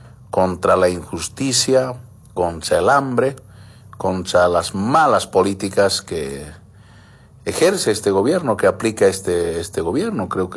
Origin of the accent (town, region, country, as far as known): Cochabamba, Bolivia